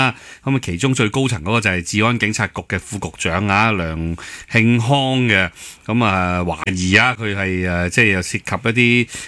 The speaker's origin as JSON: {"language": "Cantonese", "country": "Hong Kong", "said": "我哋香港人睇落去容易搞错啊。"}